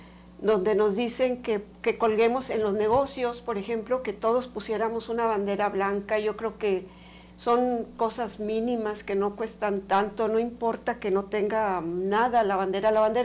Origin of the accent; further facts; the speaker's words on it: Mexico; es nuestra solidaridad como mexicanos.